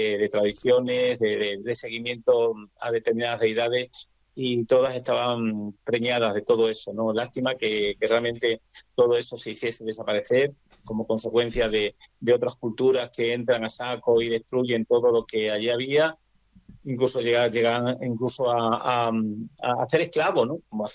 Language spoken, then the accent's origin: Spanish; Extremadura, Spain; es Extremadura. Yo que voy a tirar para mi tierra